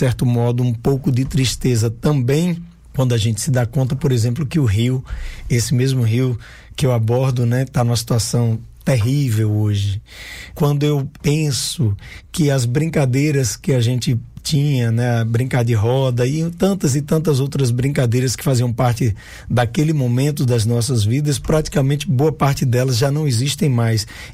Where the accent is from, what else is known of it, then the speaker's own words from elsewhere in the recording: Barreiros, Pernambuco, Brazil; Eu fui criado em Barreiros, ali às margens do Rio Jacuípe, minha mãe lavando roupa e a gente brincando ali no rio, às vezes pescando, tomando banho, mas brincando ali no mato.